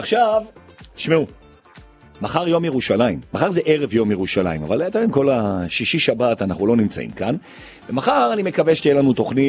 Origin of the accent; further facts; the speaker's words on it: Jerusalem, Jerusalem District, Israel; א', כי אני ירושלמי, ב', אני מרגיש 30 ומשהו שנה כשופר של העיר ירושלים